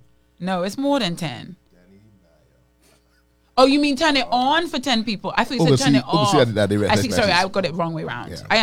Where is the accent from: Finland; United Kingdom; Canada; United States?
United Kingdom; I said I'm British.